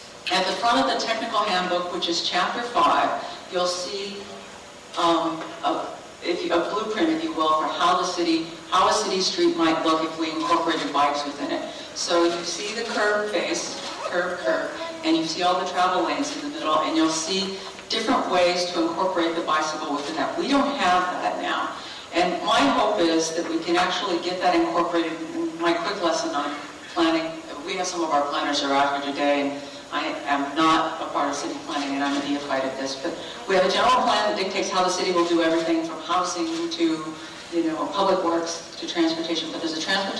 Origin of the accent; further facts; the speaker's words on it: Torrance, California, United States; I grew up here, and I grew up in Torrance.